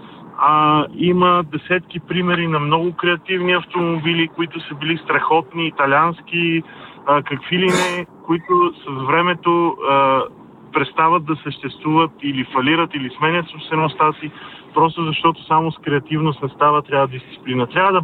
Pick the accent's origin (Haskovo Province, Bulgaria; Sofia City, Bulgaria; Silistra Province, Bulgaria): Sofia City, Bulgaria; Sofia; Добро утро, приятели. … от София.